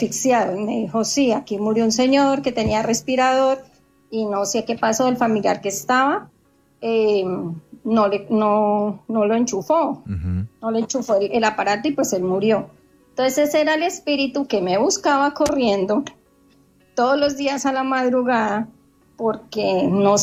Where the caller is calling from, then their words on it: Villavicencio, Meta, Colombia; yo soy de aquí de Villavicencio